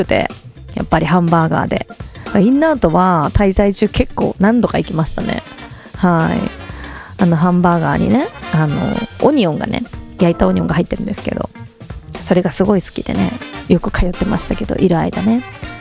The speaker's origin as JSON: {"language": "Japanese", "region": "Miyazaki", "country": "Japan", "said": "なんか私九州宮崎の出身なんで、やっぱこう海岸線ってすごくなんかこう心地いいというか"}